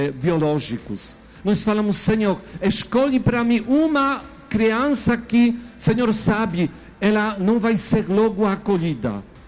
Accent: Poland; accent: Polish; Portuguese is a second language; moved away; Eu sou polonês, por isso este sotaque diferente.

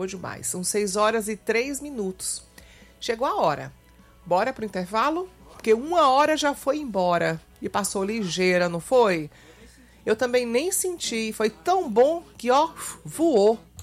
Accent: Brazil; A gente é brasileiro e não desiste nunca

